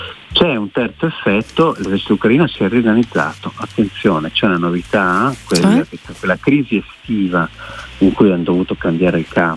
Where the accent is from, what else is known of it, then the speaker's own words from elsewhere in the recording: Milan, Lombardy, Italy; Da milanese mi fa migliare questa parola.